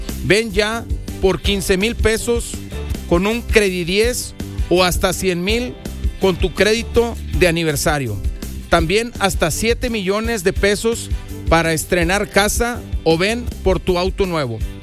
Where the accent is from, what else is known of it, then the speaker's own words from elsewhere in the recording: Monterrey, Nuevo León, Mexico; A pesar de que soy de aquí de Monterrey